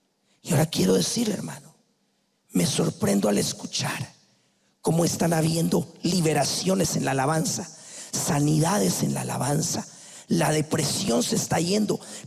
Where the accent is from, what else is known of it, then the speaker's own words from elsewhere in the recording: Guatemala; Como decimos en mi país, Guatemala